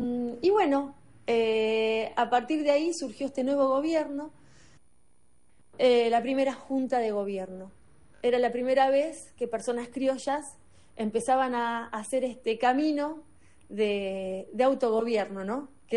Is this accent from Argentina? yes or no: yes; Argentina; como profe de historia y como siempre les digo, como argentina